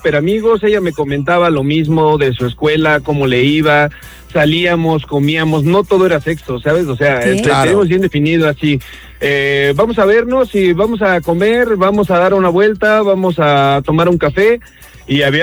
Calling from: Mexico City, Mexico; Hablo de la Ciudad de México.

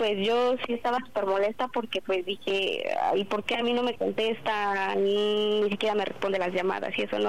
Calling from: Mexico City, Mexico; Tengo 24 y soy de la Ciudad de México.

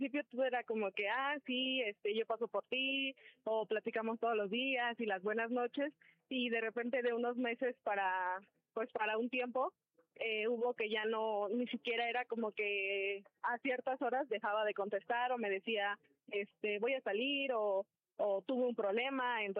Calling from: Tlalpan, Mexico City, Mexico; Tengo 25 años y soy de Tlalpan

